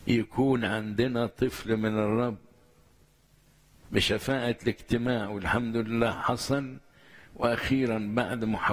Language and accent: Arabic; Jordan; من الأردن.